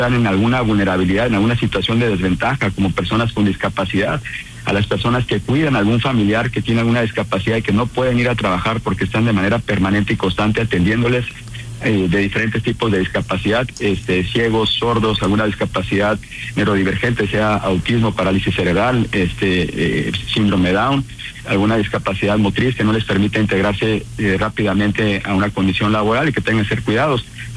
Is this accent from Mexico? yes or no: yes; Sonora, Mexico; pero también queremos vivir en paz, queremos seguir siendo sonorenses, que vivimos felices, que cuidamos a nuestras familias